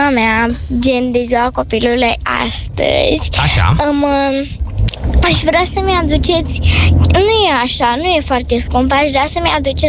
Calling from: Bucharest, Romania; din București.

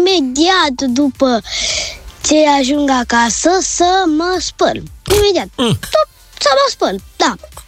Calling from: Brașov, Brașov County, Romania; am 7 ani și sunt din Brașov.

